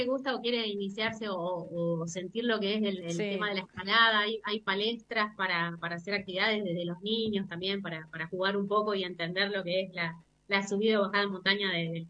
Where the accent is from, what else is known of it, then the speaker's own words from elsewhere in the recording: San Rafael, Mendoza, Argentina; Acá puede ser el Cabernet, que somos la tierra del Cabernet, como se dice.